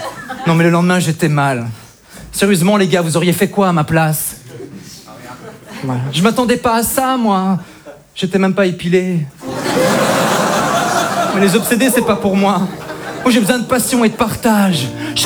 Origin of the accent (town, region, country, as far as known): Belgium